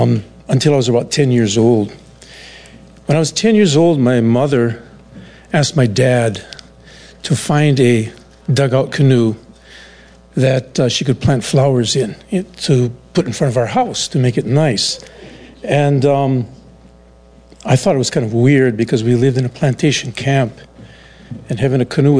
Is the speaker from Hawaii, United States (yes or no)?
yes; Honokaa, Hawaii, United States; also born or lived in Lapu'ihoi; I was born in Lapu'ihoi, but grew up in Honoka'a. And while my last name is Swedish, I was raised in a Portuguese family.